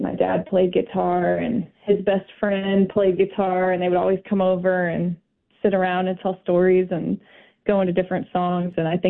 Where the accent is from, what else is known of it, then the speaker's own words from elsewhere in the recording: Kansas City, Missouri, United States; now in New Orleans, United States; My home base is New Orleans.